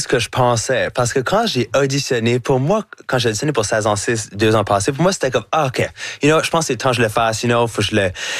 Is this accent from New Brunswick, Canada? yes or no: yes; New Brunswick, Canada; accent: Chiac; So là, de complètement laisser ça aller, puis de faire tout ce que je fais avec mon accent, avec mon chiac. Pour moi, c'est comme, ah ben c'est bien plus fun parce que là, tout d'un coup, je peux comme apporter l'Acadie avec moi partout où j'y vais.